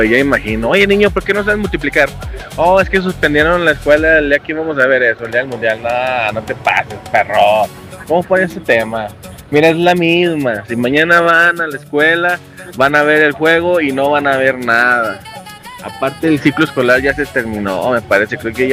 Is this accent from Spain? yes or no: no; Mexico; somos tan mexicanos